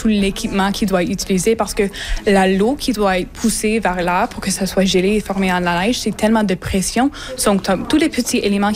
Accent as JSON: {"language": "French", "town": "Manitouwadge", "region": "Ontario", "country": "Canada", "second_language": "French", "said": "je viens de Manitouage. J'ai déjà une zone qui est assez anglophone. Je dois même voyager un an juste pour fréquenter une école secondaire française."}